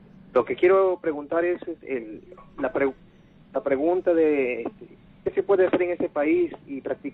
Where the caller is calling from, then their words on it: Piura, Peru; De Piura, Padre Malca, buenos días.